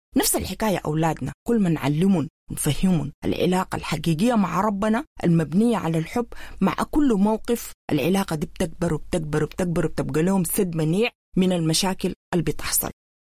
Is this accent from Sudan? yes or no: yes; Sudan; نحن كسودانيين